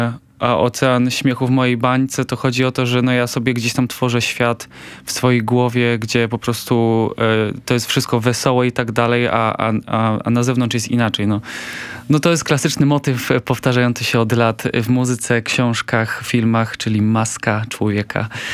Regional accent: Poznań, Greater Poland Voivodeship, Poland; Mówię wasza w sumie bardziej kochana Warszawa, bo jestem z Poznania.

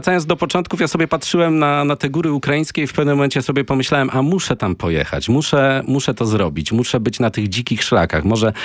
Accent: Sanok, Subcarpathian Voivodeship, Poland; born there; ja urodziłem się w takim miejscu, w Sanoku dokładnie, bardzo blisko Bieszczad, to 80 kilometrów

